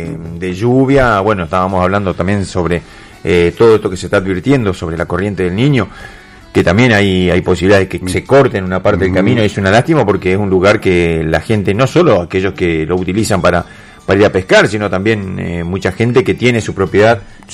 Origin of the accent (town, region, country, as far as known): Santa Fe, Argentina